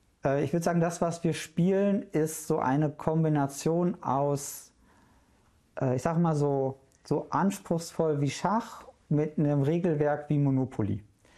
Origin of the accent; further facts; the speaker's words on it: Duisburg, North Rhine-Westphalia, Germany; Antwort ist, ich komme aus Duisburg, die lange ist halt, ich bin viel umgezogen.